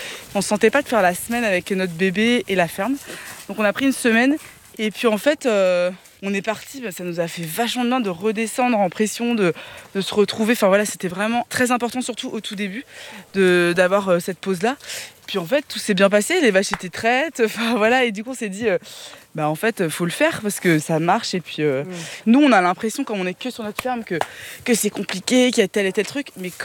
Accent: Centre-Val de Loire, France; moved away; Moi, je viens du Loir-et-Cher.

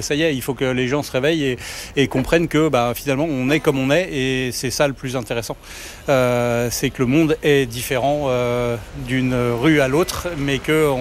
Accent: Nouvelle-Aquitaine, France; Du Périgord, de Dordogne, Ponin.

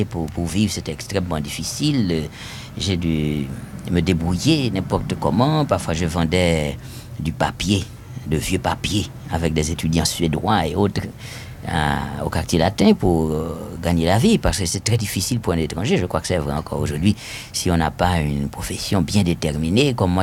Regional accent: Haiti; moved away as an adult; il a fait comprendre que j'étais exilé d'Haïti, qu'il fallait bien que je reste quelque part, et s'il y a un endroit où un Haïtien peut vouloir résider, c'est bien Paris.

